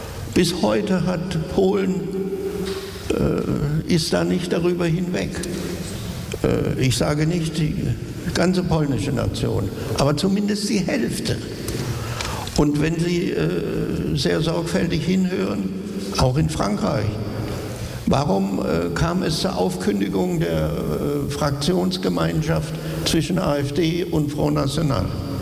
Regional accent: Germany; ich bin als Deutscher geboren. Ja, mein ganzes Leben habe ich mit der deutschen Sprache, mit der deutschen Erzählung verbracht.

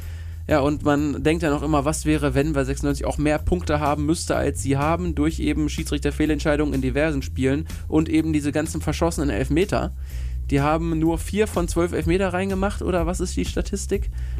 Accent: Dortmund, North Rhine-Westphalia, Germany; wie ich als Dortmunder muss sagen, dass ich mich freue, dass Schalke wieder in der ersten Liga ist.

